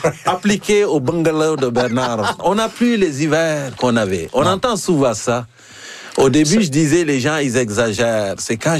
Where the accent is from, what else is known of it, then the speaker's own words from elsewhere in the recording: Senegal; moi, j'ai grandi au Sénégal, où le climat, c'est un peu pareil.